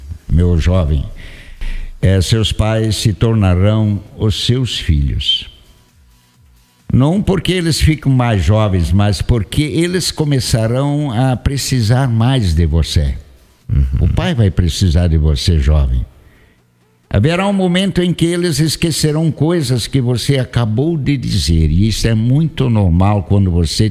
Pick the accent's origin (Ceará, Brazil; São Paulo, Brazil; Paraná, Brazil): Paraná, Brazil; Iporã; E logo aqui em Iporã, onde era a minha terra, eu sempre quis voltar porque eu estive o resto do tempo fora.